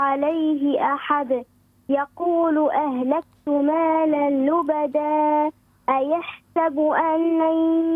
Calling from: Gafsa, Gafsa Governorate, Tunisia

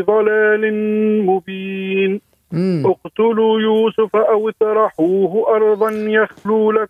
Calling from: Sousse, Sousse Governorate, Tunisia

